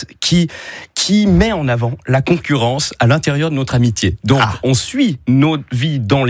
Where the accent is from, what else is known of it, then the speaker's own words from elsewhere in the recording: Valais, Switzerland; je suis là, voilà, tout droit du Valais